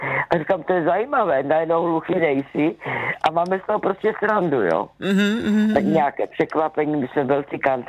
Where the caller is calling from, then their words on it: Zlín Region, Czechia; A já jsem z Valach